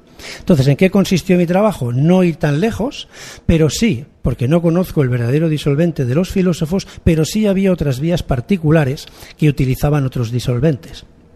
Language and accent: Spanish; Barcelona, Catalonia, Spain; yo soy de Barcelona, y a Barcelona vulgarmente lo llamamos Barna, ¿no?